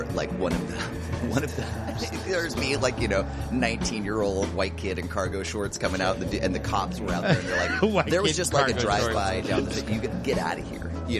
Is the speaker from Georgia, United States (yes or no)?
no; Sacramento, California, United States